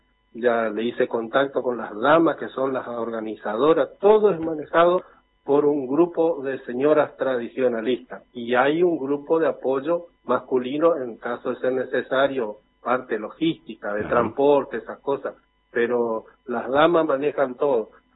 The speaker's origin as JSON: {"language": "Spanish", "town": "Paso de los Libres", "region": "Corrientes", "country": "Argentina", "said": "De Corrientes, le digo, de la frontera, Paso Los Libres con Uruguayana."}